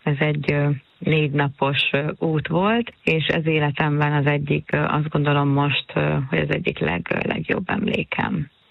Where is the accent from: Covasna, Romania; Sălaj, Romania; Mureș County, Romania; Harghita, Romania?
Harghita, Romania; Corund; also born or lived in Odorheiu Secuiesc; now in Hungary; Korondon nevelkedtem, de Székelyudvarhelyen születtem. Édesanyámmal költöztünk Magyarországra.